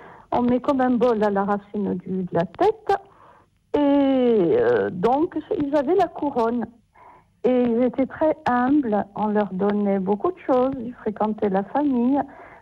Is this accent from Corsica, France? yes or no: yes; Corsica, France